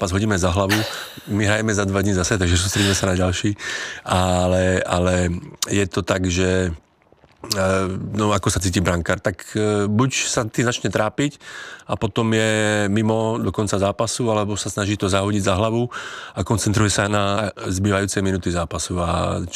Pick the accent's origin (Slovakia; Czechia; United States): Slovakia; now in Czech Republic